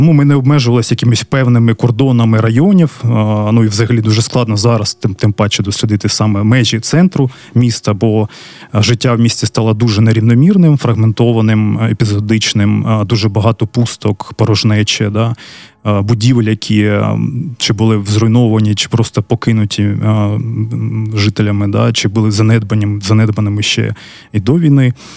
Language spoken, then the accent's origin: Ukrainian; Kharkiv, Kharkiv Oblast, Ukraine; Тому я харків'янин, більша частина команди теж з Харкова, всі ми дуже любимо своє місто